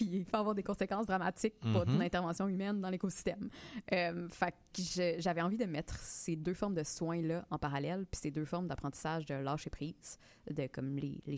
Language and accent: French; Quebec City, Quebec, Canada; je viens de Québec.